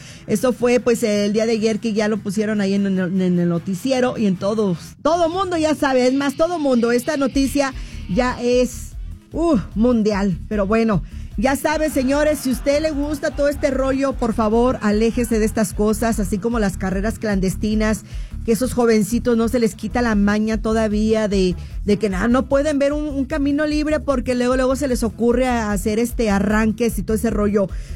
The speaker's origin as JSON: {"language": "Spanish", "town": "Tijuana", "region": "Baja California", "country": "Mexico", "moved": "yes", "said": "soy de Tijuana"}